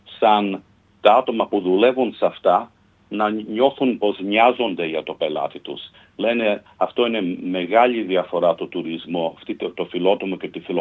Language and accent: Greek; Australia; Είμαστε μια μικρή χώρα, 28 εκατομμύρια